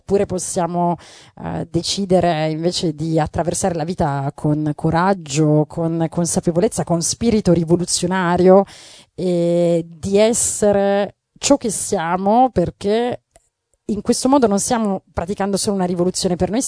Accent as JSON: {"language": "Italian", "town": "Turin", "region": "Piedmont", "country": "Italy", "tie": "born or raised there", "said": "un appuntamento torinese, io e la mia città d'origine"}